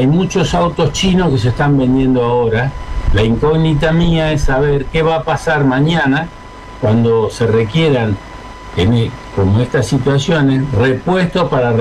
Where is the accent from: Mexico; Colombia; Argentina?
Argentina; nosotros como argentinos